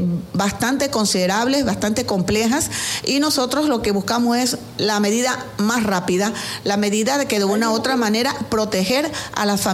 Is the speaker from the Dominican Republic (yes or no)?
no; Ecuador